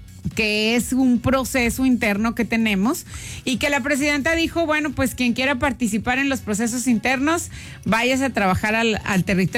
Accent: Monterrey, Nuevo León, Mexico; porque además así somos los regios.

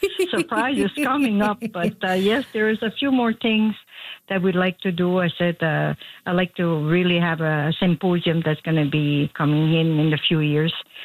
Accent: New Brunswick, Canada; And so when I came back to my hometown, I said, why don't we have that here?

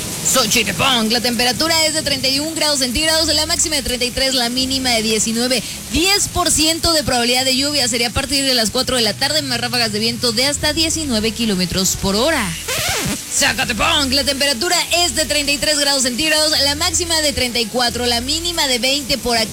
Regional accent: Mexico

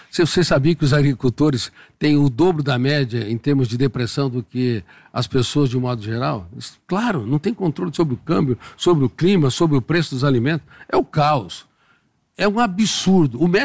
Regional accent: Colina, São Paulo, Brazil; born there; Por exemplo, na minha querida cidade, onde eu nasci, Colina.

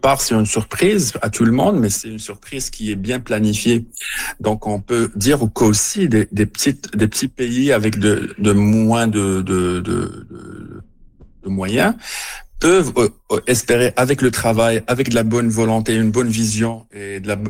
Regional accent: Morocco; d'où mon origine, je suis marocain

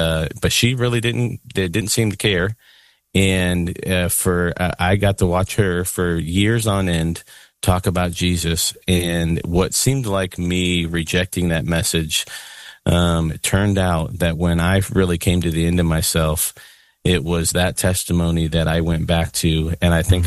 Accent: Illinois, United States; I grew up in the Chicago suburbs my mom and dad were really young when they had me

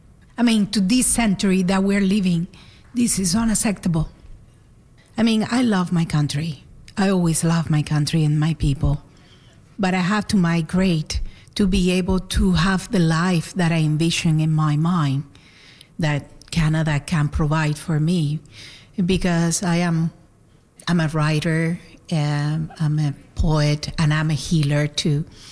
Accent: Guanabacoa, Havana, Cuba; moved away as an adult; I was born in Guanabacoa, Havana, Cuba. I left like about 20, 21 years old.

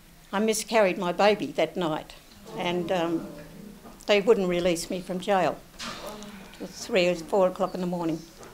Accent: Bigambul and Gomeroi country, Australia; moved away as an adult; also born or lived in Sydney; I'm not an Australian. I've been Bigambul Gomeroi for 100,000 years

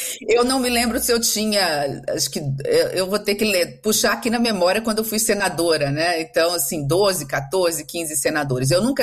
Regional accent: São Paulo, Brazil; moved away; meus avós, quando vieram do Líbano, vieram para São Paulo, né, fugindo da guerra civil. Eu nasci aqui nas Barrancas, na divisa do estado de São Paulo, passei toda a minha infância adolescente no noroeste paulista.

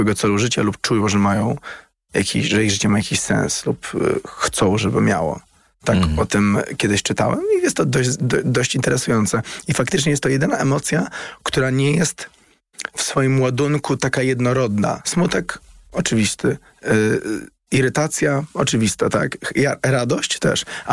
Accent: Warsaw, Masovian Voivodeship, Poland; Ja wychowałem się na Saskiej Kępie i wciąż tam mieszkam

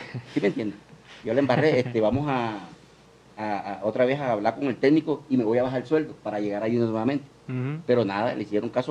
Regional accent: Barranquilla, Atlántico, Colombia; Sí, en Barranquilla, yo soy barranquillero, y en Barranquilla cuando no le cae bien un técnico, lo sacan.

